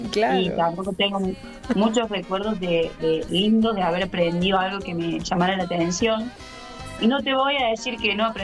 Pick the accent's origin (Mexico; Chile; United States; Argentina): Argentina; Córdoba; now in Río Cuarto, Argentina; somos de Córdoba.